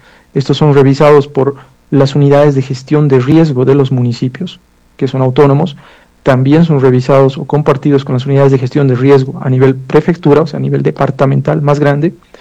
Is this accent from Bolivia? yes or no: yes; Bolivia; en mi país, por lo menos en Bolivia, lo manejamos con mucho cuidado